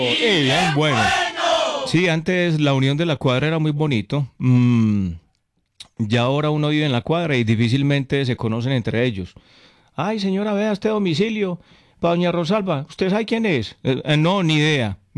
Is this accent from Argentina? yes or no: no; Concordia, Antioquia, Colombia; Parce, en mi pueblo hay unos ¿cómo es que se llama eso? De esos policías acostados que no tiene, le toca parar. Parce, esos parecen muros, hermano, en Concordia.